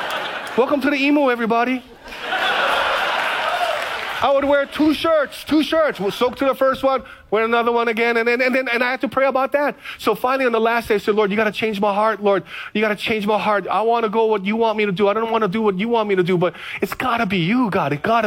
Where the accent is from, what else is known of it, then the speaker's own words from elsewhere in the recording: Hawaii, United States; now in Kaneohe, United States; I like rain. I'm from the Big Island, FBI. Kaneohe. I'm in Kaneohe. I get plenty of rain.